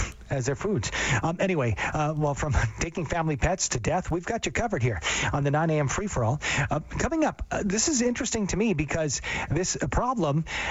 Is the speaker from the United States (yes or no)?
no; Calgary, Alberta, Canada; when I grew up in Calgary, not a lot of, I don't remember ever hearing about or seeing a bobcat.